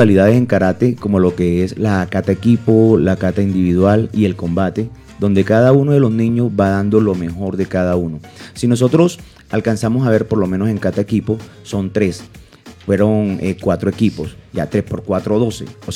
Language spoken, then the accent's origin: Spanish; Cartagena, Bolívar, Colombia; moved away; yo soy cartagenero